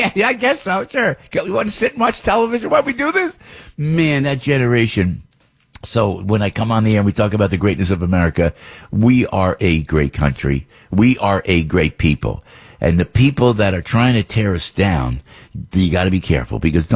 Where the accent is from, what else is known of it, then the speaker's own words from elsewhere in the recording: Passaic, New Jersey, United States; born there; So I was born in Passaic, by the way, just so you know, Passaic, New Jersey.